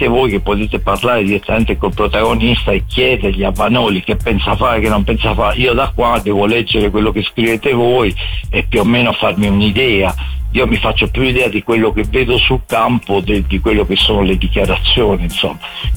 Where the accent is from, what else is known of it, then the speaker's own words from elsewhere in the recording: Bari, Apulia, Italy; Io sono proprio di Bari, io sono Bari, anzi per la casa che ancora ce l'abbiamo di famiglia è a Palese, l'aeroporto di Bari, ma ormai Palese è frazione di Bari, non è nemmeno comune proprio, quindi è Bari.